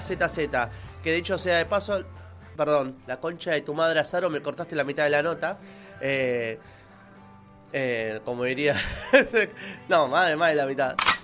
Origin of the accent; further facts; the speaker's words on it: Argentina; a nosotros como argentinos